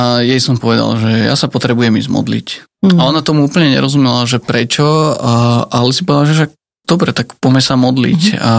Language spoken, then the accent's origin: Slovak; Modra, Bratislava Region, Slovakia; Pochádzam z Modrí, z kresťanskej rodiny.